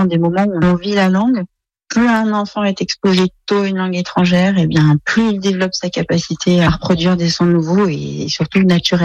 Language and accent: French; France; also born or lived in United States; now in Ardèche, France; Je suis française, mais mes études universitaires étaient autour de l'anglais. Je me suis spécialisée dans la recherche aussi sur l'apprentissage précoce des langues. Et puis j'ai vécu 2 ans aux États-Unis. Donc à mon retour en France